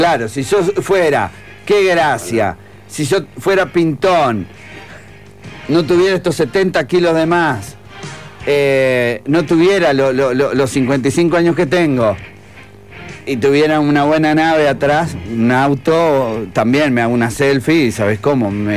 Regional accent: Uruguay; ¿los uruguayos somos feos, terrajas y falsos?

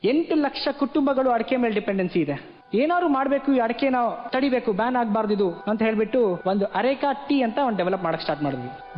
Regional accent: Mandagadde, Karnataka, India; born there; ನಾನು ಸಣ್ಣ ಹಳ್ಳಿಯಿಂದ ಬಂದವನು, ತೀರ್ಥಹಳ್ಳಿ ತಾಲೂಕು ಮಂಡಗದ್ದೆ ಅಂತ.

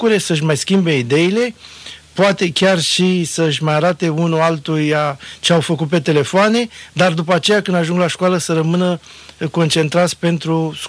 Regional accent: Romania

